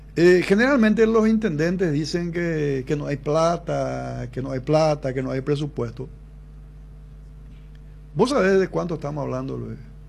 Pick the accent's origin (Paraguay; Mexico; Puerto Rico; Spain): Paraguay; como paraguayo te digo hoy, y como cristiano